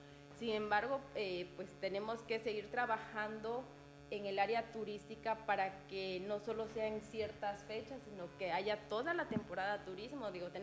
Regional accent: Campeche, Mexico; somos de comunidades, yo soy de Chetumul y ella de Sabancuy

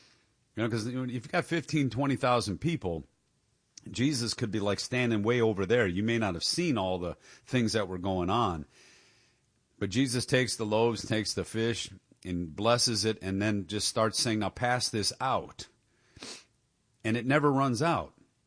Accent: Detroit, Michigan, United States; moved away; the city I grew up in Detroit

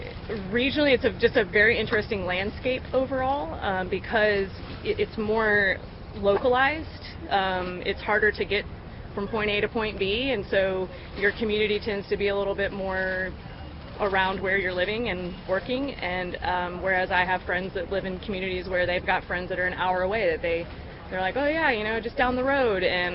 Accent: San Antonio, Texas, United States; now in North Carolina, United States; So, yep, outside of San Antonio, up in the Hill Country.

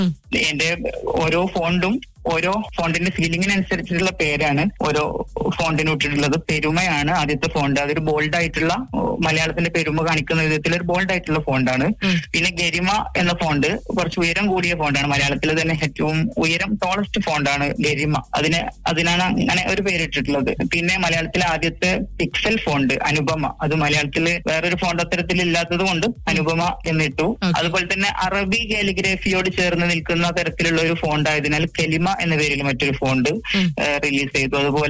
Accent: Mampad, Kerala, India; നാട്ടിൽ മലപ്പുറം ജില്ലയിലെ മമ്പാട് എന്ന സ്ഥലത്താണ്

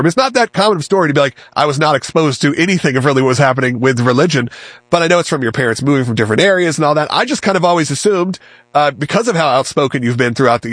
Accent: Georgia, United States; growing up in Gwinnett County, growing up in these areas, when Dacula gets name checked in the early 2000s

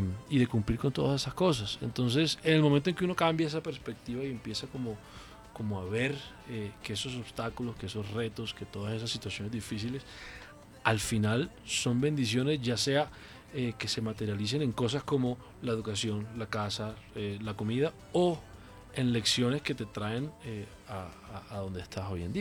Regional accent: Colombia; moved away; estar en mi país

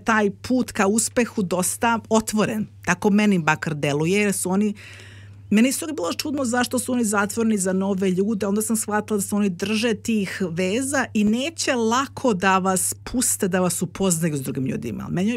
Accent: Belgrade, Serbia; now in Melbourne, Australia; ja sam odrasla u Beogradu na Petlom brdu, koga briga sad Petlom brdu, mislim, na kraj sveta

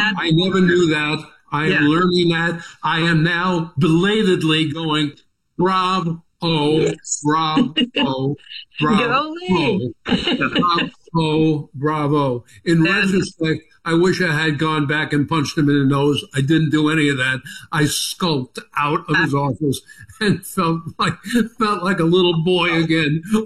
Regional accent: New York, United States; I'm a New Yorker, so I had to call everybody

